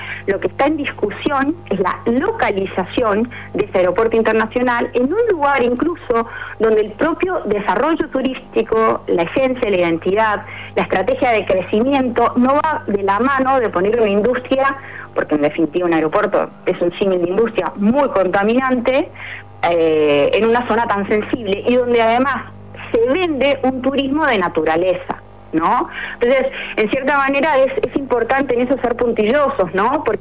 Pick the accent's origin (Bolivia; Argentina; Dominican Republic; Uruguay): Uruguay; como uruguaya me quedé sumamente nerviosa